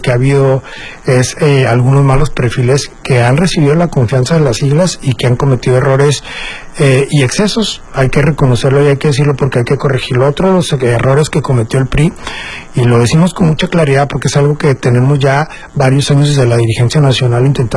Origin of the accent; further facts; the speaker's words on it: Chihuahua, Mexico; llegamos hace un ratito, venimos directamente de Chihuahua, yo soy originario de allá